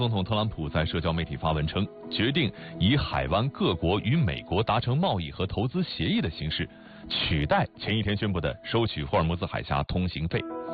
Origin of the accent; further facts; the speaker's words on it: China; 作为中国人